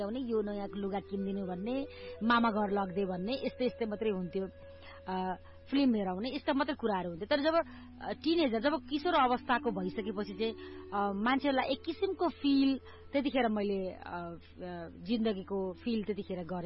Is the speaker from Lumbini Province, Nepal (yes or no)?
no; Biratnagar, Koshi Province, Nepal; मेरो बालापन, मेरो बाल्यकाल विराटनगर गहेली टोल वार्ड नम्बर 10 विराटनगरमा बित्यो।